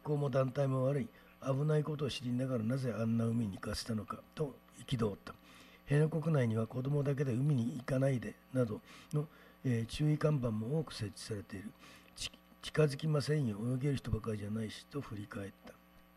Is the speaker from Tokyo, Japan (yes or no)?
no; Okinawa, Japan; 我々生まれ育ったりしてる沖縄の本来の、純正な沖縄人っていうか沖縄県民は迷惑してるんだよね。